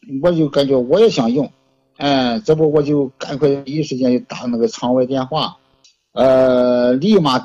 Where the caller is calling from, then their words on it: Jinan, Shandong, China; 山东济南的，今年58岁。